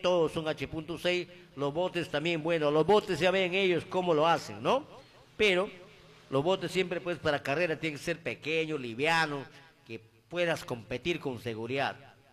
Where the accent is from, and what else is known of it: Aguaytía, Ucayali, Peru